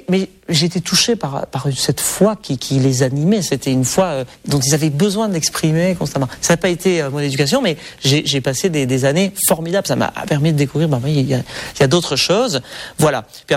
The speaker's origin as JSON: {"language": "French", "region": "Nouvelle-Aquitaine", "country": "France", "tie": "born or raised there"}